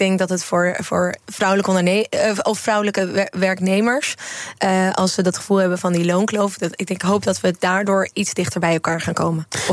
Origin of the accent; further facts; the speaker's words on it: Netherlands; wij als Nederlanders